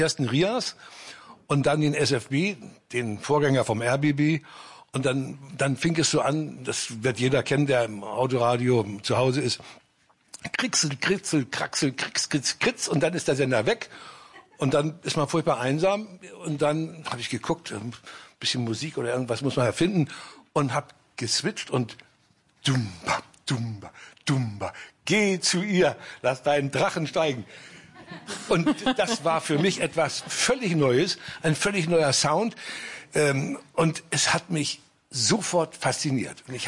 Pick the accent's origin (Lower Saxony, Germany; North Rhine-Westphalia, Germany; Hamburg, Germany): Hamburg, Germany; Ich bin ja ein Hamburger